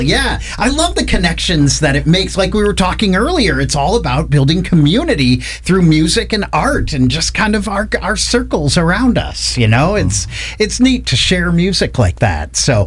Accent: Iowa, United States; What? From my home state. 150?

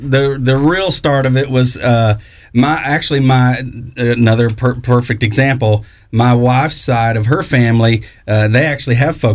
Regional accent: Tennessee, United States; we're the last county that's considered Middle Tennessee, although we're more East Tennessee, so we say we're from the Middle East.

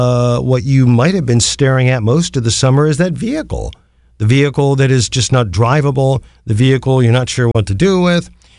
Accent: Canton, Ohio, United States; born or raised there

